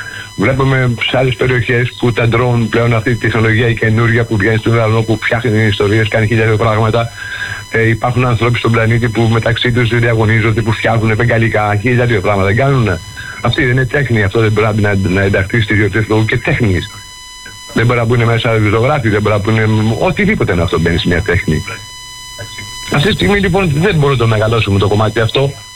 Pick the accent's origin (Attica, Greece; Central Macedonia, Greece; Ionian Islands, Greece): Ionian Islands, Greece; Lefkada; είμαι Λευκαδής.